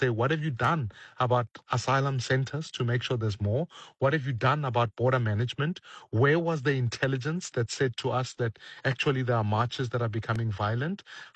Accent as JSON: {"language": "English", "town": "Soweto", "region": "Gauteng", "country": "South Africa", "tie": "born or raised there", "said": "I grew up in Soweto."}